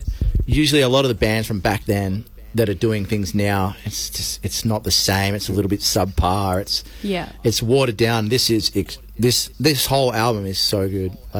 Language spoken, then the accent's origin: English; Kalgoorlie, Western Australia, Australia; This song actually reminds me of growing up in Kalgoorlie